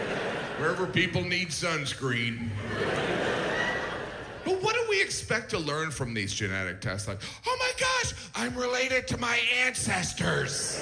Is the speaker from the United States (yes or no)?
no; Ireland; I'm Irish, but I have blonde hair.